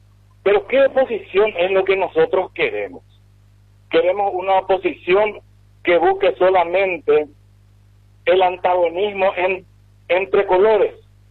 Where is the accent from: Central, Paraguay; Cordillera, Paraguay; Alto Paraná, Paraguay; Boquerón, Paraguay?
Alto Paraná, Paraguay; Ciudad del Este; also born or lived in Presidente Franco; Hemos pasado en Ciudad del Este de todo. Yo nací en Franco y crecí acá. Acá hice la escuela, el ejército, la facultad.